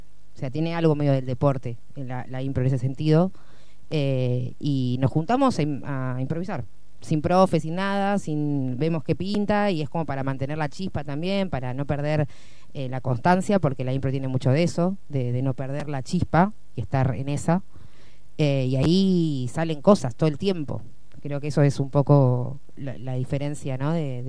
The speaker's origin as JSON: {"language": "Spanish", "town": "La Plata", "region": "Buenos Aires Province", "country": "Argentina", "said": "Platense yo."}